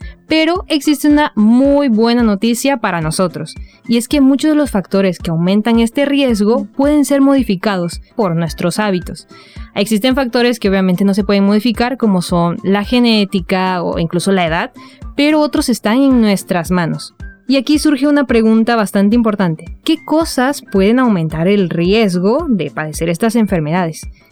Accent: Mexico; vengo desde México

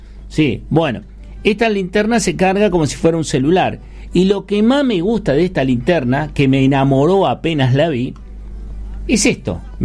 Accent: Santiago del Estero, Argentina; Ustedes saben que nosotros apuntamos mucho a Santiago del Estero porque somos oriundos de Santiago, ¿sí?

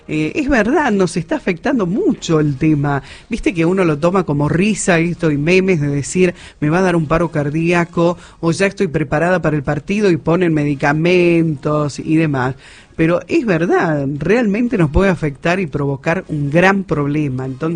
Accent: Argentina; como pasionales que somos, argentinos, futboleros y demás

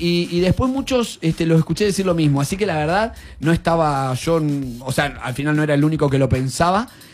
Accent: Argentina; Somos tan argentinos en ese sentido.

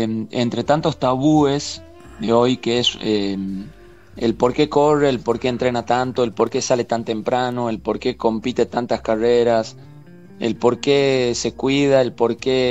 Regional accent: San Miguel de Tucumán, Tucumán, Argentina; soy de acá, de San Miguel de Tucumán

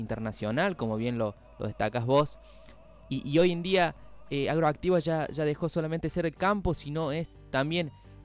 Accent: Argentina; nuestra identidad como argentinos

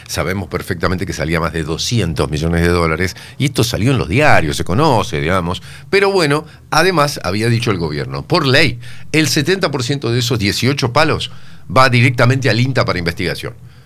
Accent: Argentina; nuestro como argentino

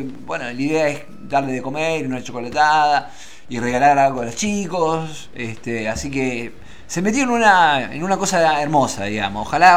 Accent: Argentina; somos los argentinos

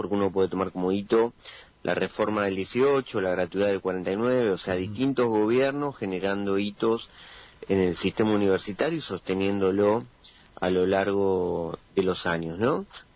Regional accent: Argentina; born there; Soy hijo, mi mamá era italiana, vino de Italia y, bueno, yo nací acá en Argentina.

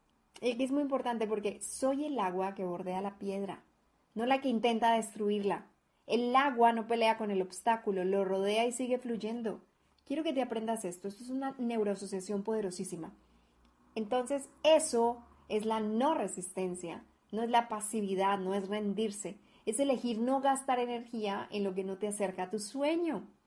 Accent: Colombia; now in Guadalajara, Mexico; colombiana, viviendo en Guadalajara, México.

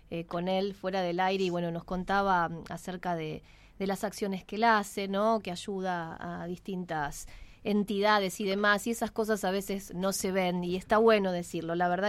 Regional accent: Argentina

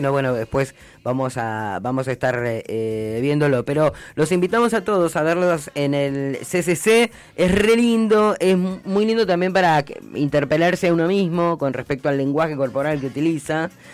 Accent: Argentina; Somos así los argentinos, somos así.

